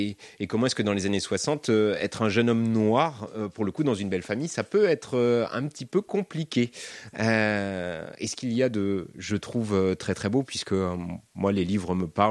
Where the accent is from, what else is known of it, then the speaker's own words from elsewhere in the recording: Vouthon, Nouvelle-Aquitaine, France; also born or lived in Brazil; Moi, j'ai grandi en Charente, à Vouton, à côté de la Rochefoucauld. J'ai fait toute ma scolarité ici.